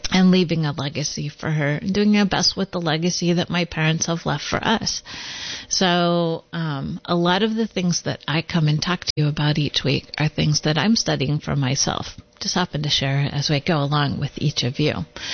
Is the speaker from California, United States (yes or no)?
yes; California, United States; I'm from California.